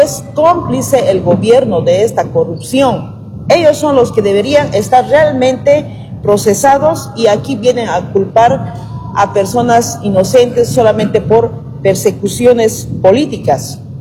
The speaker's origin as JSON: {"language": "Spanish", "country": "Bolivia"}